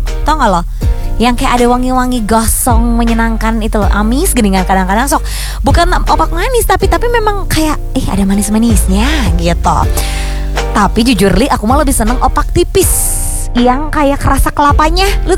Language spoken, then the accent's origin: Indonesian; Java, Indonesia; Atau lebih bule gitu, meskipun aku teh Jawa Sunda gitu, tapi kayak kenapa gak Anastasia gitu, Ndra.